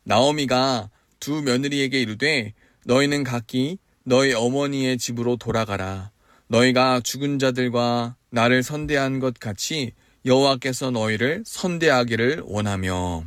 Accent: Seoul, South Korea; moved away; 저의 고향은 서울입니다. 개인적으로 짧은 인생 가운데에 이사를 꽤나 많이 한 것 같습니다. 이번이 벌써 다섯 번째 이사입니다.

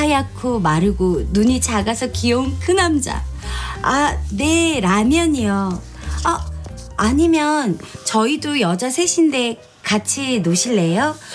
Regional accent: Cheongsong, North Gyeongsang, South Korea; born there; 저는 집이 청송이었는데.

